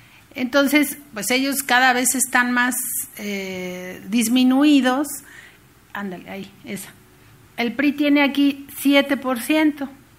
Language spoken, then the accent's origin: Spanish; Mexico City, Mexico; somos aquí chilangos nosotros también